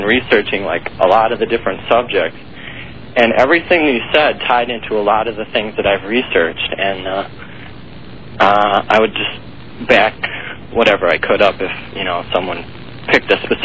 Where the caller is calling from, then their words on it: Madison, Wisconsin, United States; I'm calling from Madison, Wisconsin.